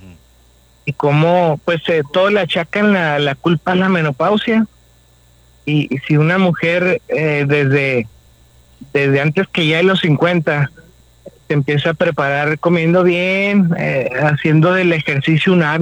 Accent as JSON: {"language": "Spanish", "country": "Mexico", "said": "Nosotros como mexicanos, pues a quién no le gustan los taquitos, las fritangas."}